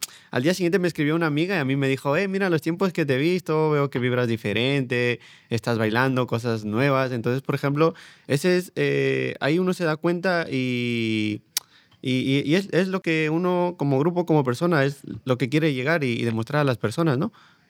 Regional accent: Ecuador; moved away; no solo somos ecuatorianos

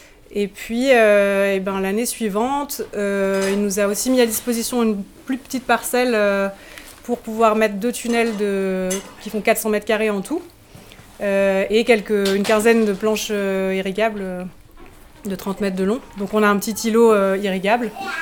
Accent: Grand Est, France; Et je viens de Lorraine, mais je ne connaissais pas Bure avant d'avoir été en Allemagne.

